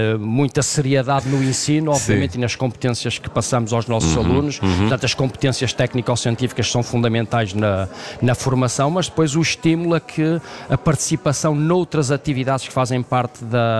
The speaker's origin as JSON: {"language": "Portuguese", "region": "Braga", "country": "Portugal", "said": "Sou de Braga e fiz a minha formação na Universidade do Minho."}